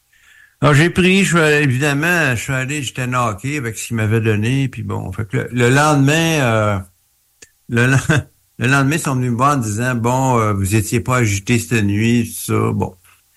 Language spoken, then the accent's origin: French; Montreal, Quebec, Canada